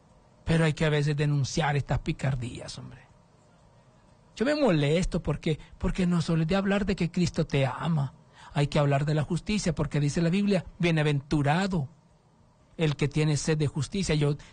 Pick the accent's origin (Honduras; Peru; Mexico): Honduras; políticos sin vergüenza que tienen a la gente como esclavos aquí en mi país.